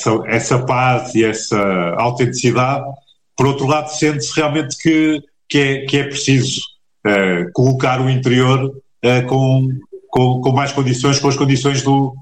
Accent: Portugal; a que todos temos direito enquanto cidadãos e enquanto portugueses, seja no interior ou seja no litoral

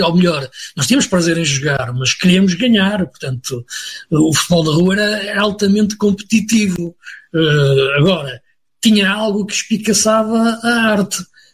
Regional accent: Porto, Portugal; also born or lived in Braga; Eu sou aqui da região do Porto, não é?

